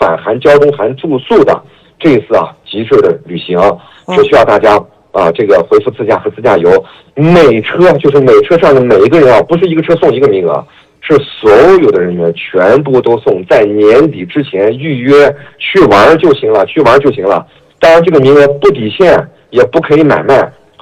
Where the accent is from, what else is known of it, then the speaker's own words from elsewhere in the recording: Xinjiang, China; 这二道桥文旅集团也是作为咱们本地二道桥大巴扎的这个非常用咱们新疆话说非常劳道的文旅企业